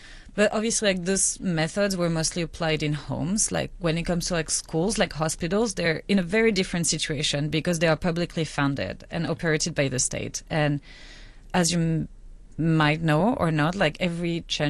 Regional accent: Lille, Hauts-de-France, France; Like, it was hotter in my hometown of Lille near Belgium than in Hong Kong.

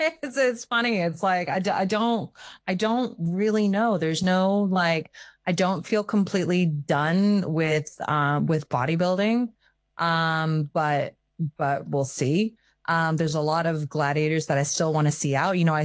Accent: Hong Kong; also born or lived in Oregon, United States; I think as a child, like I didn't even feel American, like growing up. I grew up in Aplachow in Hong Kong.

